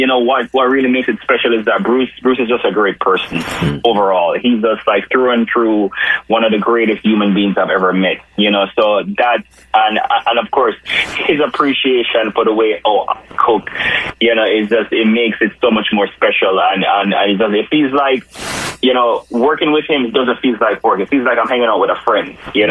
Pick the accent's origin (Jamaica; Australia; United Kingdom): Jamaica; now in New York, United States; because when I moved from Jamaica to New York, that was one of the things that I really wanted